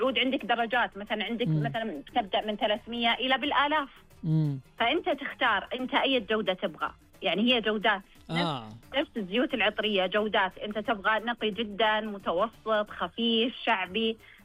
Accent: Saudi Arabia; بالنسبة لنا كسعوديين

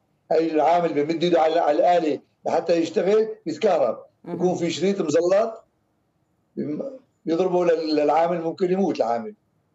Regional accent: Syria; عندنا بسوريا

